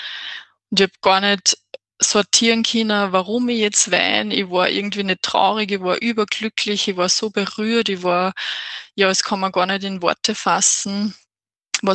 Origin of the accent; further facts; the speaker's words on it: Michaelnbach, Upper Austria, Austria; moved away as an adult; also born or lived in Linz; now in Switzerland; ich bin 27 Jahre und bin gebürtig aus Michaelenbach. Das ist im Bezirk Christkirchen in Oberösterreich. Und bin dort aufgewachsen, habe auch meine Jugendzeit dort verbracht